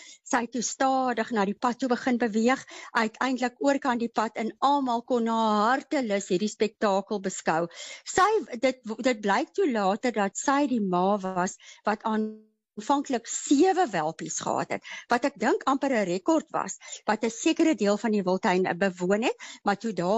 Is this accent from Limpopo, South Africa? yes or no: yes; Tzaneen, Limpopo, South Africa; moved away as an adult; also born or lived in United States; ek het groot geword in Tzaneen, so ek was baie in Letaba kamp